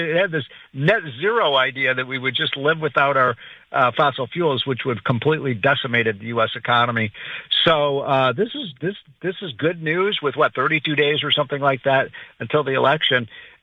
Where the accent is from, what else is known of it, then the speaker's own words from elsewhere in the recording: Illinois, United States; all of these states, New York, New Jersey, California, my home state of Illinois, Connecticut, Massachusetts, runaway costs.